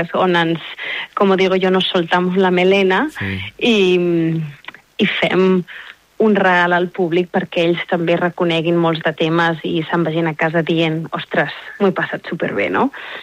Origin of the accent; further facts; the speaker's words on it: Barcelona, Catalonia, Spain; born there; also born or lived in Menorca; Menorca, jo sempre dic que és casa meva. Coneixo millor Silla que Barcelona, que és on he nascut, perquè he estat molts mesos de la meva vida des de petita estiuejant a Menorca